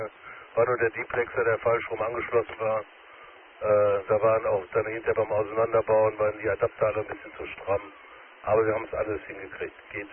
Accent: Schwerte, North Rhine-Westphalia, Germany; Ja, ich komme selber persönlich aus Schwerte, habe da keine Probleme mit.

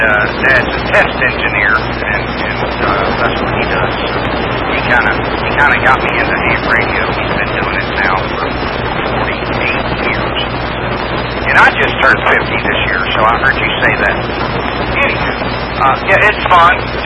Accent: Georgia, United States; also born or lived in Virginia Beach, Virginia; I'm originally from Virginia Beach, born and raised till I was about five, then we moved down here to Georgia.

